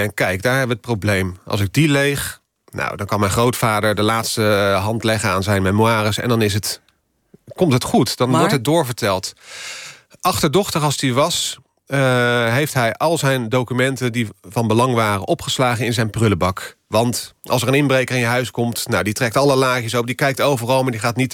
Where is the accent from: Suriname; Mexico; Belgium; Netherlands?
Netherlands; ik kom uit Nederland.